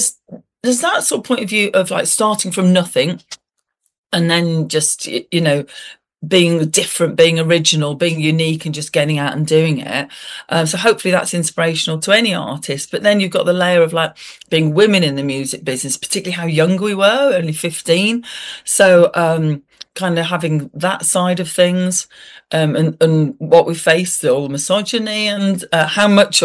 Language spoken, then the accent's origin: English; Birmingham, West Midlands, United Kingdom; they were very proud of their hometown, as we are of coming from Birmingham.